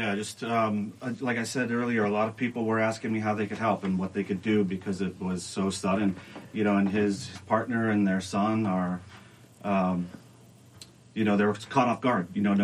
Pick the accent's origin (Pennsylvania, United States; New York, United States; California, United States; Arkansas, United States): Pennsylvania, United States; Erie; Paul and I grew up in Erie, Pennsylvania, we lived like 6 blocks south of the lake.